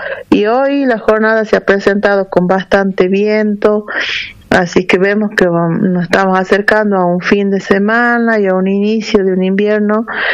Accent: Amaicha del Valle, Tucumán, Argentina; soy de Amaicha del Valle … docente de la escuela número 10

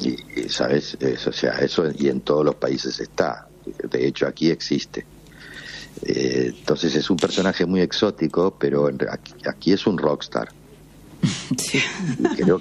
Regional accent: Argentina; now in Spain; No soy español. Claro. Entonces, no lo vivo con la, ¿cómo te puedo decir?, con la intensidad con la que yo podía vivir en la Argentina.

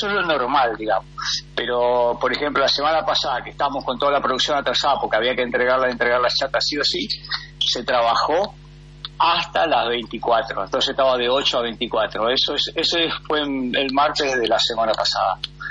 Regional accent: Argentina; now in Japan

